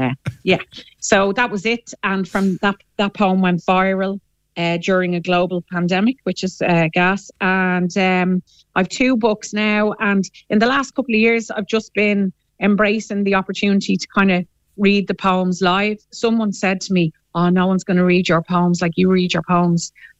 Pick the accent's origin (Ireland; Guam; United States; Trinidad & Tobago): Ireland; Dublin, Leinster; I'm from Dublin, and I'm a mum of two, and I'm a middle-aged mum of two